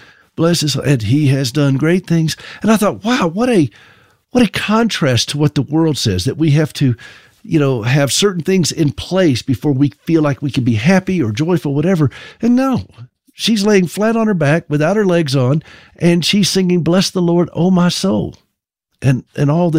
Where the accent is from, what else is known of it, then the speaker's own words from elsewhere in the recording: South Carolina, United States; but I was born in South Carolina, and y'all need to understand this. That's where I was raised.